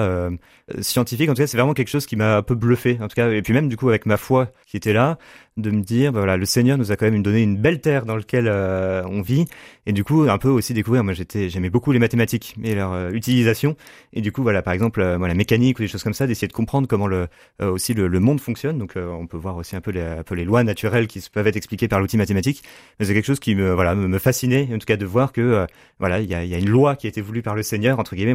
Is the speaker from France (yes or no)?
yes; Le Mans, Pays de la Loire, France; J'ai grandi au Mans, donc j'ai fait mon école collège lycée au Mans